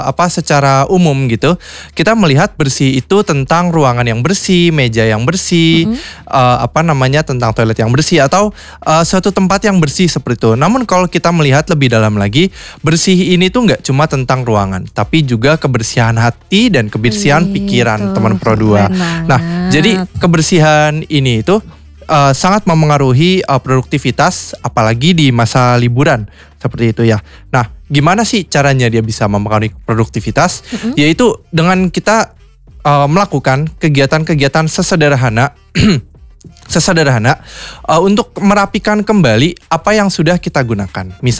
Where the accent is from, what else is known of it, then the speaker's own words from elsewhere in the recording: Bekasi, West Java, Indonesia; moved away as an adult; now in Purwokerto, Indonesia; aku asli orang Kota Bekasi ya